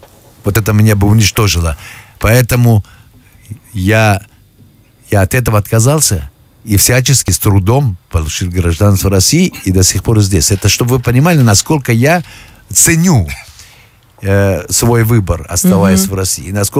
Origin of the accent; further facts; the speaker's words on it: Afghanistan; Я с благодарностью принимаю то, что я родился в Афганистане и принял, ну, хотя бы частью благородства и характера и мужества своего народа.